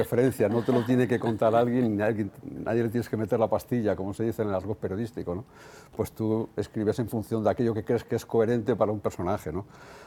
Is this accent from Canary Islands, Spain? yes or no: no; Fermoselle, Castile and León, Spain; en mi pueblo, en Fermoselle